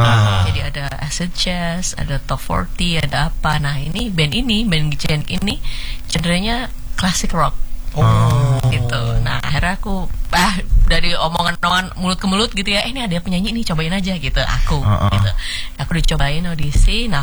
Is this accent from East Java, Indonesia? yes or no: yes; Surabaya, East Java, Indonesia; Jadi dulu kan aku asalnya dari Surabaya, ya. Jadi aku lahir, besar, sekolah di sana ya, di Surabaya.